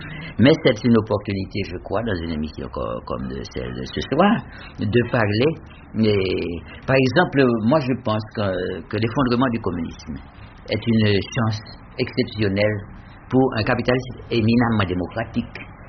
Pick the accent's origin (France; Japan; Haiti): Haiti; Jacmel, Sud-Est; j'ai eu d'autres choses dans mon enfance, à Jacmel, en Haïti, le besoin de sortir de l'île et d'être un homme d'action.